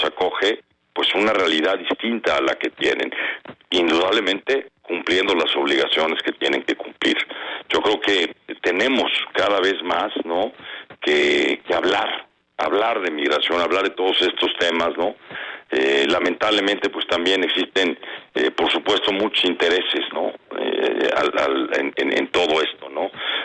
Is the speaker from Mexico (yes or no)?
yes; Mexico